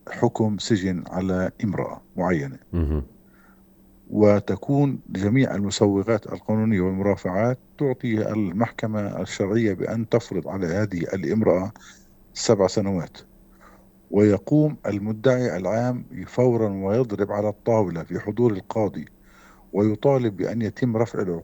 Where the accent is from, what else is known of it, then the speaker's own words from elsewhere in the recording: Palestine; أنا كإنسان فلسطيني